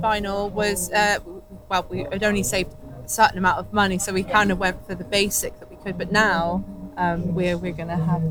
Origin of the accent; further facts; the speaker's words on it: Wales, United Kingdom; moved away as an adult; also born or lived in Cornwall; So I grew up in Wales, I lived there until I was 18, and then moved to Cornwall in 2012.